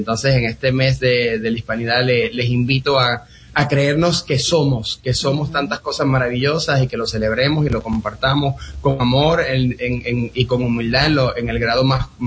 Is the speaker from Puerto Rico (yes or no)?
yes; Puerto Rico; Eso ha sido un evento importante como puertorriqueño, como latino, poder contar esta historia